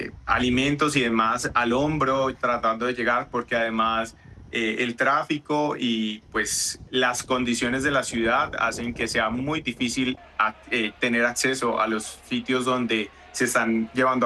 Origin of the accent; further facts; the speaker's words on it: Cali, Valle del Cauca, Colombia; como caleños nos hemos solidarizado mucho